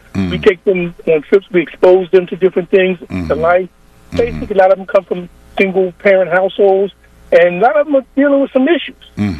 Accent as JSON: {"language": "English", "region": "North Carolina", "country": "United States", "tie": "born there", "moved": "yes", "lives_now": "Southwest Philadelphia, United States", "said": "I was born in North Carolina"}